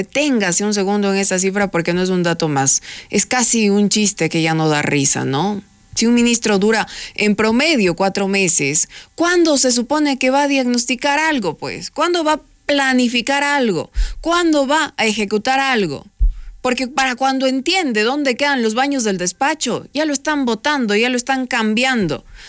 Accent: Ecuador; lo que estamos pasando los ecuatorianos en materia de salud

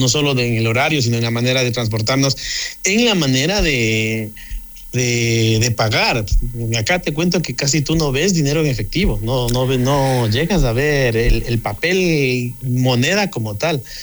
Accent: Ecuador; moved away as an adult; now in China; porque soy el único ecuatoriano acá, estoy solito acá.

